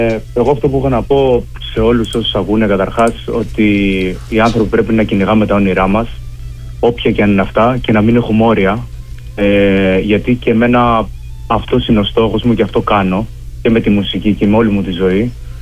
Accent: Mytilene, North Aegean, Greece; moved away as an adult; now in Athens, Greece; μεγάλωσα στην Μυτιλήνη, οπότε ήρθα στην Αθήνα για σπουδές οικονομικά

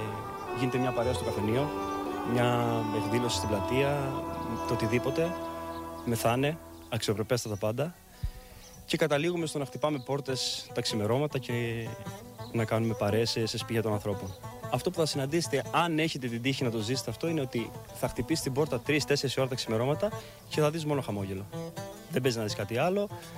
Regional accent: Kavrochori, Crete, Greece; born or raised there

